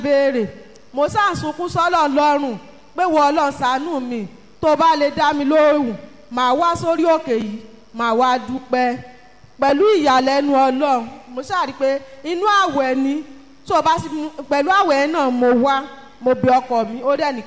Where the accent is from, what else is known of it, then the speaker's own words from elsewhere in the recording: Ada, Osun, Nigeria; mo wá láti ìlú Àdà. Ókè, mo wá láti ìlú Àdà.